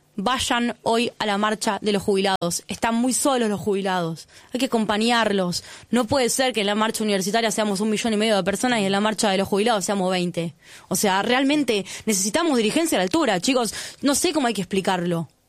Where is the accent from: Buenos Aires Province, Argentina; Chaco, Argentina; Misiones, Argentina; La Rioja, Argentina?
Buenos Aires Province, Argentina; Moreno; me planteó una compañera de Moreno, yo soy de Moreno, una compañera de una agrupación política